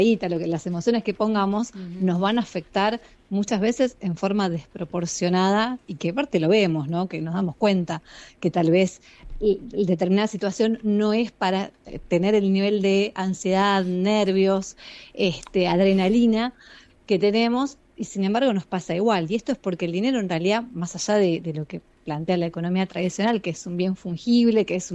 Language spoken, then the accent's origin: Spanish; Argentina; yo soy argentina, viví toda mi vida en Argentina